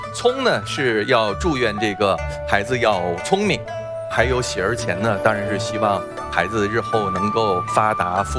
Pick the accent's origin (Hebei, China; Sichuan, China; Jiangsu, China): Sichuan, China; 我们四川那边叫打三招，